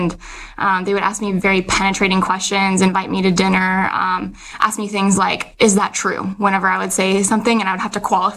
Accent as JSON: {"language": "English", "region": "Arizona", "country": "United States", "tie": "born or raised there", "said": "I was born and raised Catholic, and I was actually born and raised in Arizona."}